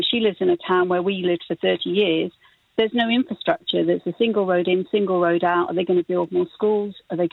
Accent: England, United Kingdom; moved away; I'm from England originally

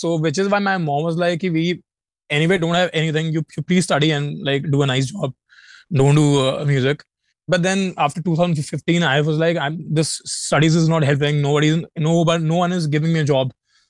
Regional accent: Meerut, Uttar Pradesh, India; moved away; While growing up in Meerut

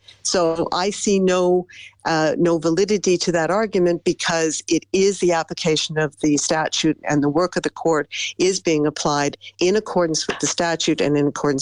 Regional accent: Canada; now in Netherlands; the Netherlands as a Canadian, I know that I'm subject to Dutch law.

